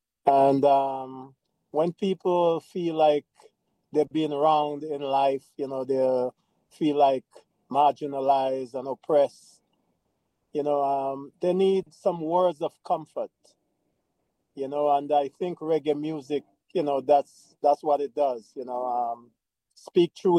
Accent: New York City, New York, United States; now in D.C. area, United States; I moved here from New York City where we had … Me and a childhood friend of mine grew up and we put that band together up in New York. And then I had to move to the D.C. area.

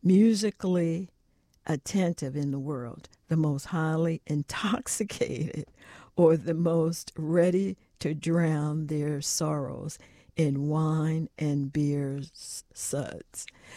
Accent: Philadelphia, Pennsylvania, United States; now in Washington, United States; I grew up in Philly

